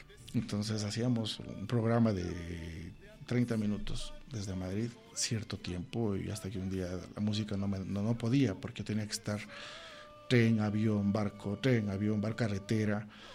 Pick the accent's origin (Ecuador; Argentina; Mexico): Ecuador; moved away; also born or lived in Spain; si yo triunfé aquí en España, yo tengo que regresar a triunfar con mi música ecuatoriana en mi país.